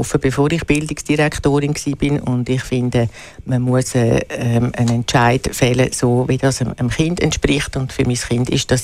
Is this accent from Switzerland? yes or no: yes; Stäfa, Zurich, Switzerland; now in Zurich, Switzerland; Ich bin in Stäfen aufgewachsen, also rechts Zürichseeufer.